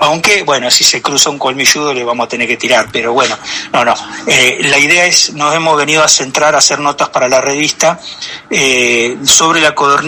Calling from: Aluminé, Neuquén, Argentina; acá desde Aluminé, provincia de Neuquén.

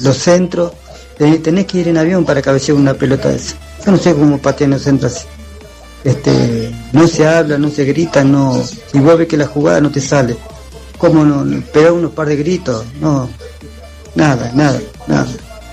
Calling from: Colón, Argentina; de Colón.

